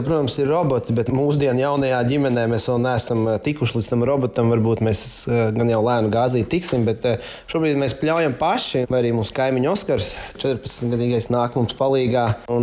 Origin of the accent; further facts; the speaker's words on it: Ragana, Sigulda Municipality, Latvia; es esmu tepatās gan no Raganas, un arī šeit, kur mēs šobrīd dzīvojam, es esmu diezgan liela daļa bērnības, arī vasaras dienas pavadījuši tieši šeit, pie šī ezera